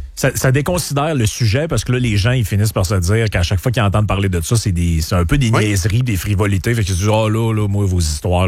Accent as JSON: {"language": "French", "area": "Lac-Saint-Jean", "region": "Quebec", "country": "Canada", "said": "je viens du Lac-Saint-Jean."}